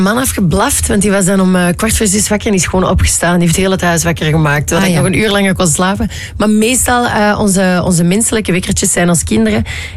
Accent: Antwerp, Flanders, Belgium; accent: Antwerp; Een heel Antwerpse dochter.

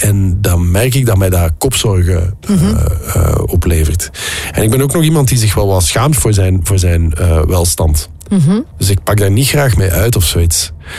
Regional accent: Netherlands; Ja, wij zijn Nederlanders, hè, dus wij zijn van nature best wel... wij zijn wel spaarzaam opgevoed.

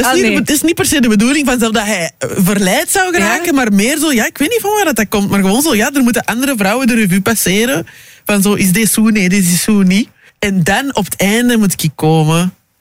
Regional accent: DR Congo; Ja, ik ben een Congolees en Belgisch, dus zo, als je Congolees bent, je kunt niet klein trouwen.

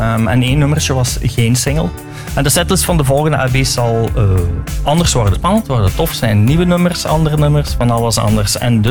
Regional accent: Limmen, North Holland, Netherlands; ik ben van Limmer, ik weet hoe ik er rond moet lullen.

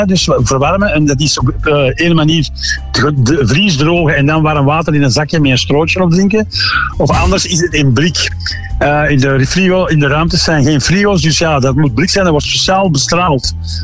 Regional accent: Belgium; Dus wij als Belgen eten dat dus heel graag.

